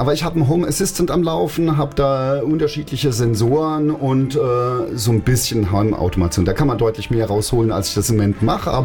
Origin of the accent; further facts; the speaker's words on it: Ludwigshafen, Rhineland-Palatinate, Germany; moved away as an adult; also born or lived in Kaiserslautern / Mannheim; now in Bad Dürkheim, Germany; Also ich komme tatsächlich aus Oppau. Im Schatten der BSF bin ich groß geworden. Habe dann in Lautern studiert und habe dann zwischendurch dann in Mannheim in der Neckarstadt auch gewohnt und bin jetzt letztendlich dann in Bad Dürkheim gelandet.